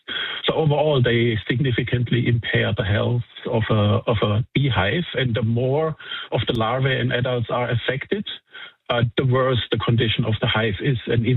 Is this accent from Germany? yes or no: yes; Germany; Because I'm from Europe, from Germany originally, and I already was aware quite a while ago about the problem that varroa mites are causing to, you know, the bee industry in Europe and all around the world.